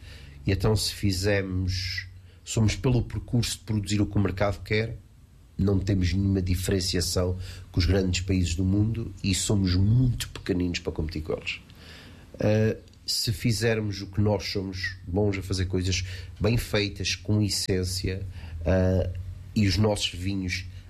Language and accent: Portuguese; Portugal